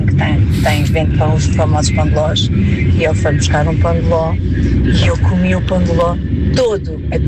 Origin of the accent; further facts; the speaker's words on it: Rio Maior, Santarém, Portugal; tinha 20 anos, quando fui mãe, e eu sou de Rio Maior, eu sou natural de Rio Maior.